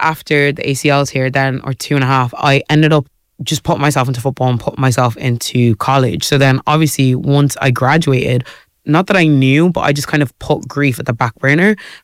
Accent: Ireland; moved away as an adult; I'm the Irish girl.

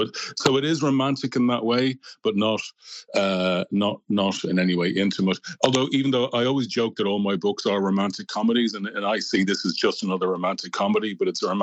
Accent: Dublin, Leinster, Ireland; accent: Dublin; now in Glasgow, United Kingdom; I'm talking to you from Glasgow today, where I work at a university, the University of Strathclyde. But my accent is very much from Dublin, and I imagine that I'm culturally Irish still.

